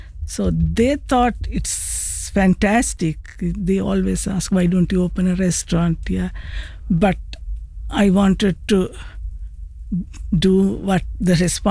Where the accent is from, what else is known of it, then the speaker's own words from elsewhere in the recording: Negombo, Western Province, Sri Lanka; moved away as an adult; now in London, United Kingdom; It's a small town called Negambu, a coastal area. So I grew up in Negambu, and I have six siblings in my family. So I moved to London 1984.